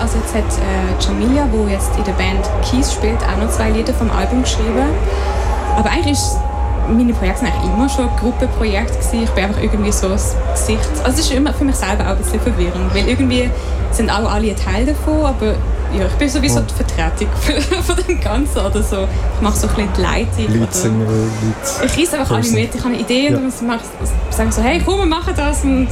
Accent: Basel, Basel-Stadt, Switzerland; accent: Basel German; Ich sage immer, ich bin aus Basel. Mein Dialekt ist schon mega fest baslerisch.

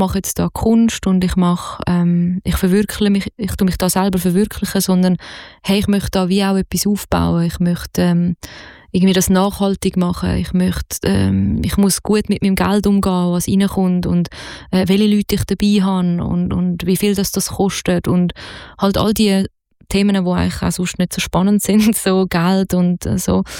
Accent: Zurich, Switzerland; Also natürlich, ich meine, ich bin aus Zürich

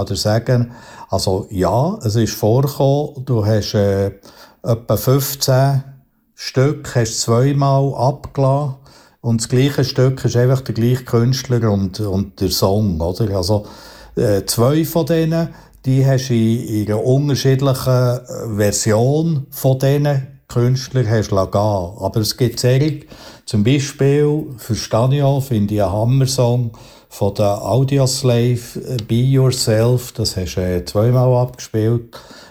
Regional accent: Bern, Switzerland; Beltmoos, ich als Berner kann das absolut nachvollziehen.

